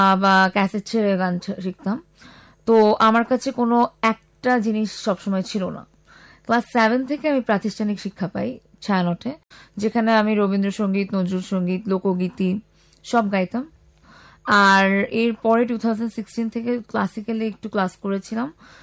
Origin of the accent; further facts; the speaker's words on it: Chandpur, Shahrasti, Chittagong Division, Bangladesh; now in Dhaka, Bangladesh; আমার বাড়ি হচ্ছে চাঁদপুর শাহরাস্তিতে, সেখানে চৌধুরী বাড়ি বললেই সবাই চেনে। আর চাঁদপুর সদরে যে বাড়িটা আছে সেটা হচ্ছে আলিমপাড়া।